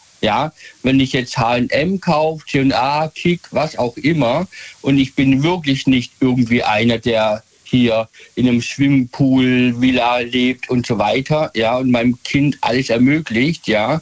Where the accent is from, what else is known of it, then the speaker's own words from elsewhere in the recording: Michelstadt, Hesse, Germany; ihr alle hier in Hessen und so weiter, ich bin aus Michelstadt … Unternehmer und so weiter, kennt, ja.